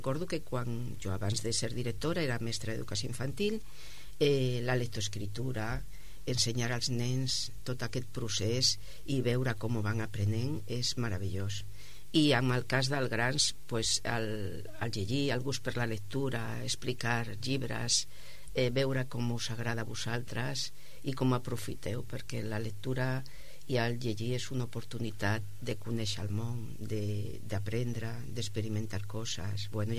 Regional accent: Castile and León, Spain; also born or lived in Ponferrada; now in Catalonia, Spain; vaig néixer l'any 1957 en una vall molt maca que està envoltada de muntanyes a la província de Lleó. És de la comarca del Bierzo. És molt verd i està plena de rius. I allà fa 66, farà ara 67 anys, al mes de desembre, que vaig néixer allà

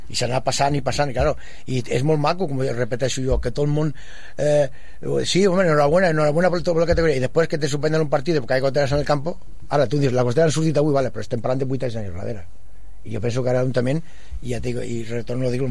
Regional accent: Terrassa, Catalonia, Spain; now in Sabadell, Spain; Soc fill de Terrassa, però ja estic més... Bueno, aquí, estic més dies aquí que allà.

